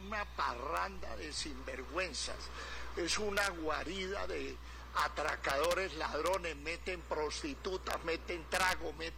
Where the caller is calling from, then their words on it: Colombia; como colombiano